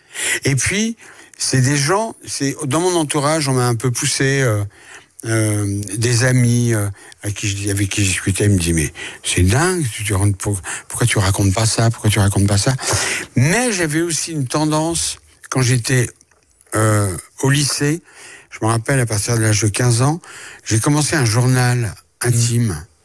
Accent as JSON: {"language": "French", "country": "France", "tie": "born there", "said": "je suis né en France avec elle."}